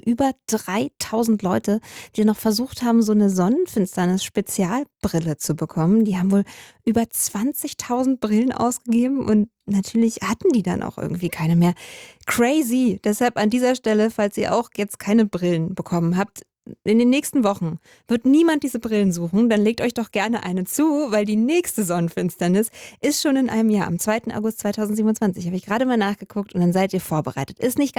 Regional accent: Berlin, Germany; wo ich wirklich anfange an meiner Heimatstadt zu zweifeln. Das ist Berlin. Ich bin Berlinerin

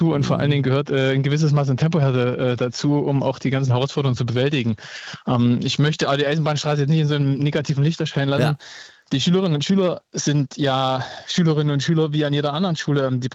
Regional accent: Thuringia, Germany; Ich bin Thüringer.

